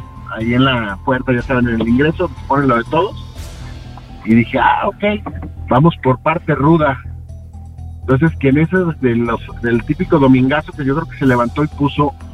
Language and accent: Spanish; Torreón, Coahuila, Mexico; moved away